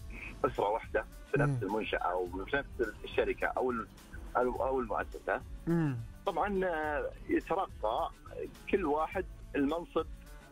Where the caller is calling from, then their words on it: Riyadh, Riyadh Province, Saudi Arabia; من الرياض.